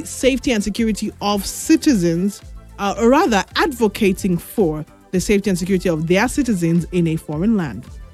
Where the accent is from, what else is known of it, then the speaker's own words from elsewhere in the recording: Nigeria; as Nigerians